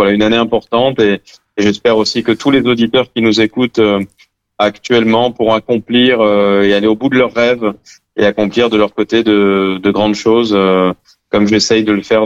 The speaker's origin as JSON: {"language": "French", "town": "Marseille", "region": "Provence-Alpes-Côte d'Azur", "country": "France", "tie": "born there", "also_born_or_lived": "La Ciotat / Paris / Saint-Mandé / Nice", "said": "Je suis né à Marseille, donc La Ciotat, Paris, Saint-Mandé, ensuite Nice, Bandol. Donc c'est vrai qu'il y a eu énormément de déménagements."}